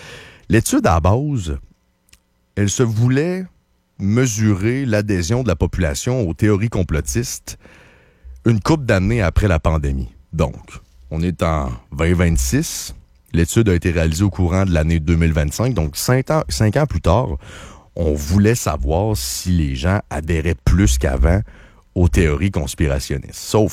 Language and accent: French; Quebec, Canada; Je suis un Québécois, je fais partie du peuple.